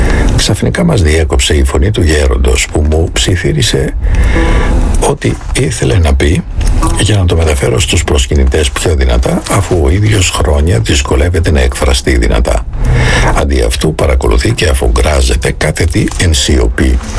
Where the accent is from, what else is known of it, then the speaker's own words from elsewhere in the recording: Syria; Greek is a second language; moved away; ο πατέρας μου έκανε πολλά καλά στην πατρίδα μου λόγω της δουλειάς του. Το όνομα του πατέρα μου έγινε πολύ γνωστό μέσα από το έργο του. Μια μέρα μπήκαν οι αντάρτες, οι φανατικοί Ισλαμιστές στο σπίτι μας, που βρισκόταν σε μια παραθαλάσσια μεσογειακή πόλη της Συρίας.